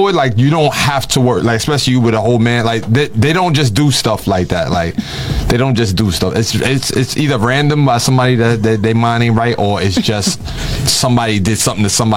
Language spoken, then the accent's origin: English; New York, United States; for me, I'm a New Yorker, I've been to Atlanta a bunch of times